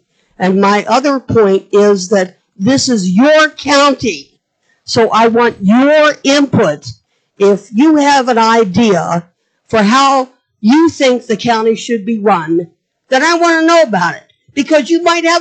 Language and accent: English; Flintstone, United States; moved away as an adult; I left town for 20 years. I grew up in Flintstone.